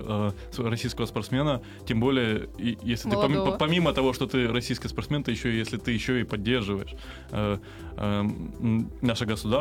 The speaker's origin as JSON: {"language": "Russian", "region": "Crimea", "country": "Ukraine", "also_born_or_lived": "Kramatorsk, Donetsk Oblast", "moved": "yes", "said": "я сам крымчанин. Как я мог не поддержать Крым, если у меня там живут родители, родственники, друзья."}